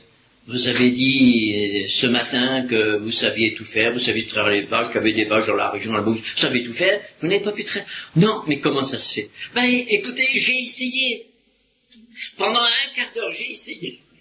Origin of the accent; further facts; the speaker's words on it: Hauts-de-France, France; Ces deux gars du Nord, vous voyez, je suis du Nord aussi, hein.